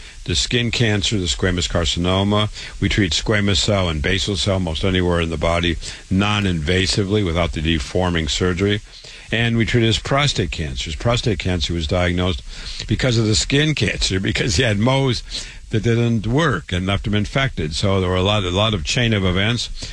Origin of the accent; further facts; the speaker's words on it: Waterloo, Iowa, United States; moved away; So I was born in Waterloo, Iowa. … I went to public school there